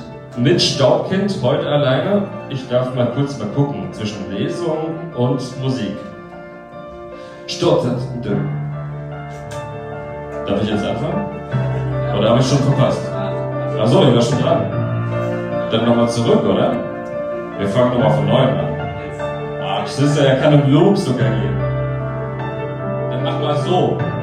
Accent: Worms, Rhineland-Palatinate, Germany; Als Inklusionsbeauftragter meiner Heimatstadt Worms kann ich euch das sagen

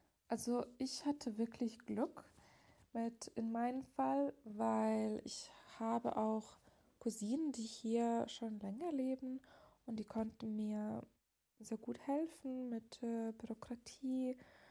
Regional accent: Lithuania; German is a second language; zum Beispiel ich bin noch in Litauen groß geworden, ich bin da sozialisiert geworden und naja, ich kenne mein Land, ich kenne meine Kultur und ich habe dann kein Gefühl, dass ich meine litauische Identität verliere.

